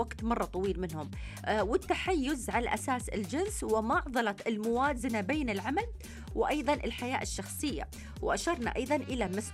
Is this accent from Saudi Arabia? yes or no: yes; Saudi Arabia; عندنا في السعودية